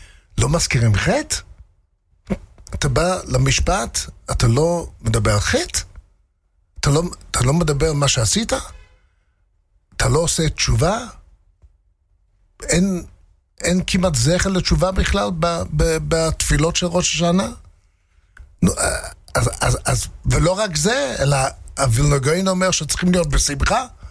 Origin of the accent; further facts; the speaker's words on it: England, United Kingdom; now in Israel; אני לפני 40 שנה עליתי לארץ, יותר מ-40 שנה. עליתי מאנגליה. אנגליה זה אחד מהמקומות היחידים בעולם שיש עדיין מלכות.